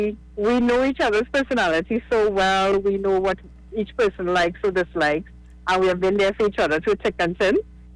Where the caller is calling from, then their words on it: Marabella, San Fernando, Trinidad & Tobago; I am calling from Taruba in Marabella.